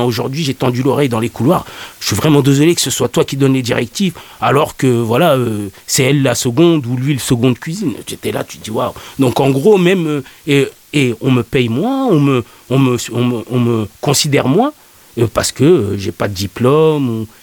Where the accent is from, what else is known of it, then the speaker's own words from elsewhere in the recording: France; born there; also born or lived in England; je suis né en France, je me sens français.